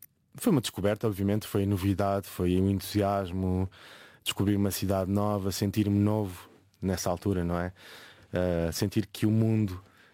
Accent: Lisbon, Portugal; Sim, eu cresci em Lisboa, mas não cresci mesmo no centro de Lisboa.

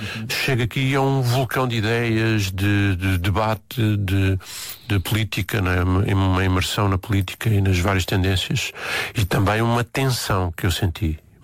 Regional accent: Portugal; moved away as an adult; also born or lived in Lisbon / Paris / Amsterdam / London; fugi de Portugal

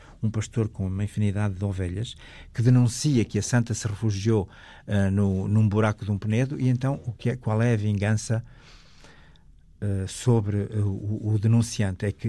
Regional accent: Norte, Portugal; Na minha aldeia natal, aqui é no Alto Douro

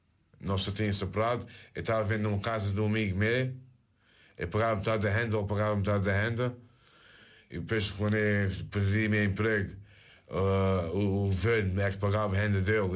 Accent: Azores, Portugal; moved away as an adult; also born or lived in Finland; Minha terra natal.

